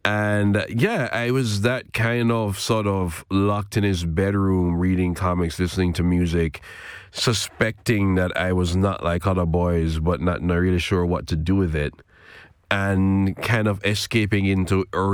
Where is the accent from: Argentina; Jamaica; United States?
Jamaica; Portmore, Saint Catherine; also born or lived in Kingston; Wow, I was Kingston adjacent, actually. I was in a suburb called Portmore.